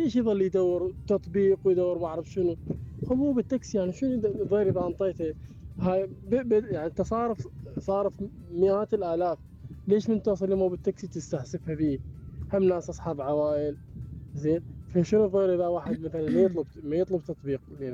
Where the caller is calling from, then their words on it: Baghdad Governorate, Iraq; قياسا بالازدحامات اللي موجوده عندنا في بغداد،